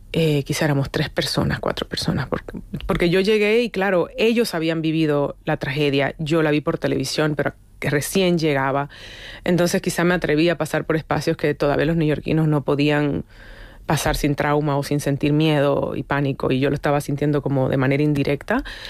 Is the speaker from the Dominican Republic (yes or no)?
yes; Santo Domingo, Dominican Republic; moved away; esa etapa de mi vida, esa mi adolescencia en Santo Domingo.